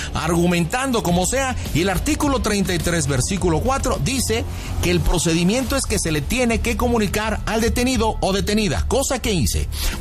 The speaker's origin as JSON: {"language": "Spanish", "region": "Nuevo León", "country": "Mexico", "said": "Criticando porque soy una persona nacida en Nuevo León. Soy regia, soy fuerte, soy contundente."}